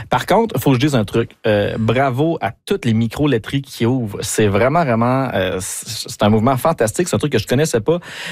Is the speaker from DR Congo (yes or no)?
no; Granby, Quebec, Canada; now in Montreal, Canada; Je viens de Granby, exactement.